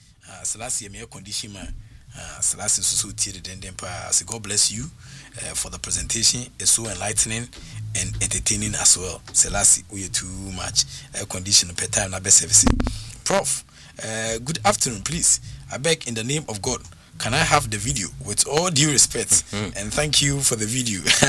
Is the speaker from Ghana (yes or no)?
yes; Labadi, Greater Accra, Ghana; from Labadi.